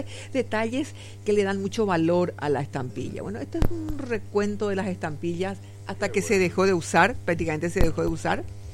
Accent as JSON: {"language": "Spanish", "country": "Paraguay"}